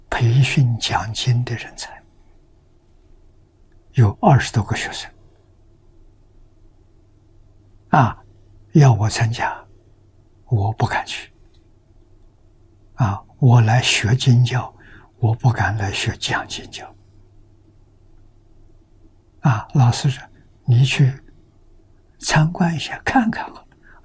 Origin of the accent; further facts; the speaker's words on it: Anhui, China; moved away; 在家乡，啊，我们家乡占了一点便宜，占桐城派的光。啊，乡下的小朋友都读私塾，啊，我3岁从